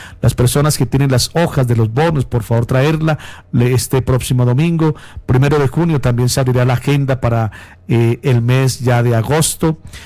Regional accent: Colombia; de nosotros como colombianos?

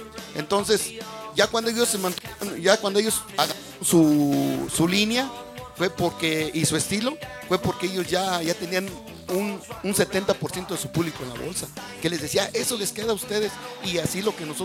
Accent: Michoacán, Mexico

